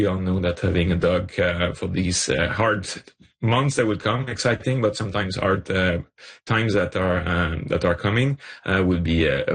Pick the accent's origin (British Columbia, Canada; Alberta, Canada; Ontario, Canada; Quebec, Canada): Quebec, Canada; I'm from Northern Quebec, so I like the winter and the cold.